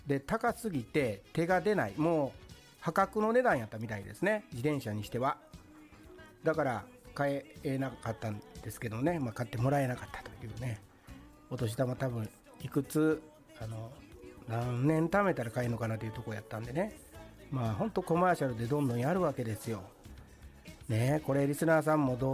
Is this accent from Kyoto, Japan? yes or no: yes; Kyoto, Japan; moved away as an adult; 私今京都に住んでましてね、まあ、京都出身で、19歳まではですね京都で生まれ育ってます。